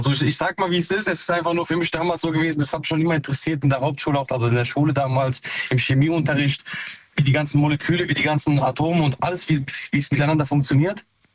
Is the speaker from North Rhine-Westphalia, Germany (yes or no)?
no; Mannheim, Baden-Württemberg, Germany; Aus Mannheim.